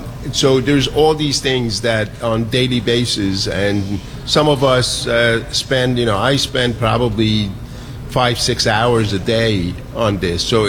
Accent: Iran; moved away as an adult; now in United States; I'm from Iran. Yeah. I immigrated

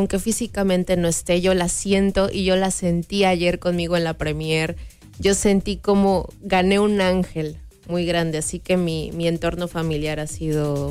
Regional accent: Veracruz, Mexico; soy de Veracruz.

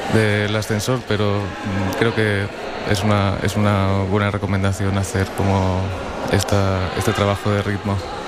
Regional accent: Asturias, Spain; cerca de mi pueblo, en Asturias, en el occidente de Asturias, en Castropol.

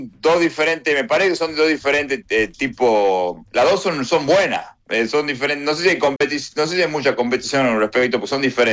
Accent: Tucumán, Argentina; Somos tucumanos.

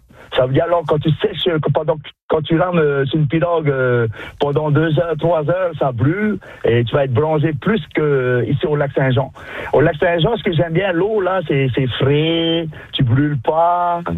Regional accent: French Polynesia; Et là, je vois, ça existe les fêtes des Premières Nations autochtones, comme chez nous en Polynésie, toutes les années.

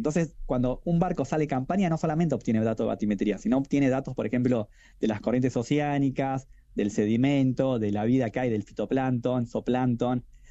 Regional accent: La Plata, Buenos Aires Province, Argentina; Bueno, yo soy platense, estudié en La Plata

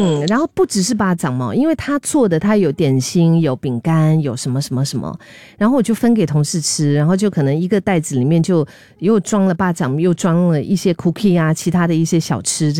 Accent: China; now in Singapore; 因为我来自中国，然后我在新加坡已经生活了很多很多年，

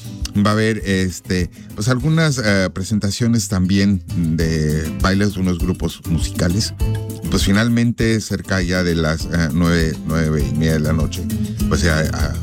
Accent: Mexico; now in Omaha, United States; lo que tenemos como mexicanos

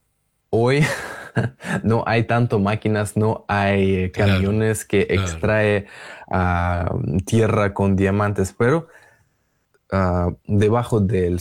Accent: Russia; Spanish is a second language; Yo soy como ciudadano ruso, ni siquiera puedo tener acceso tampoco.

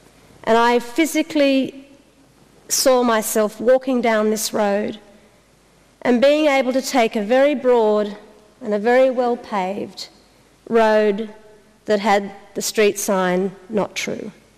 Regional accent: Australia; I now very proudly and very solidly can stand up and say I'm an Australian, and I'm very proud of being an Australian

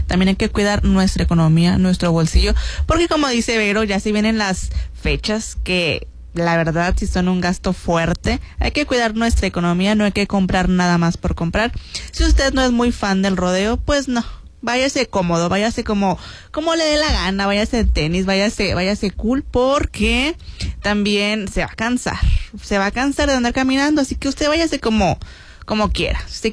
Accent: Mexico

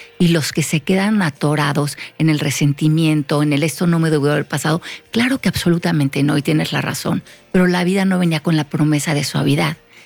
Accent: Mexico

